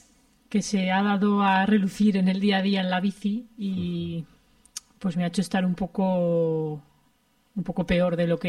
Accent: Alfamén, Aragon, Spain; Y de este mismo estilo es la carretera de mi pueblo, de Alfamén a Calatorau

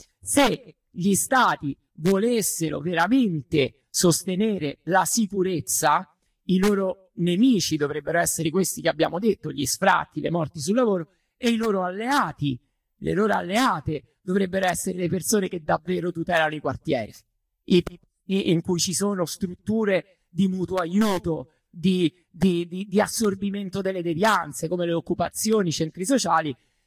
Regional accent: Rome, Lazio, Italy; Scusate, sono da Roma.

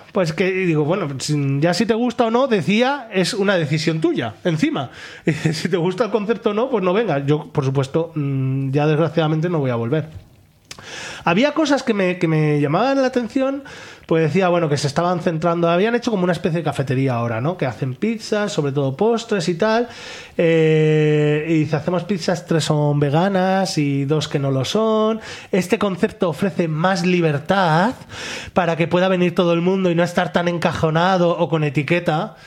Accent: La Rioja, Spain; porque en La Rioja, de donde soy yo, había un restaurante vegano.

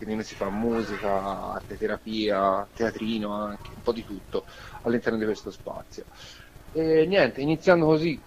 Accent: Montemurlo, Tuscany, Italy; io sono di Prato, nello specifico Montemurlo, e appunto sono capitato, tra virgolette, in questo contesto per vicissitudini appunto di eventi.

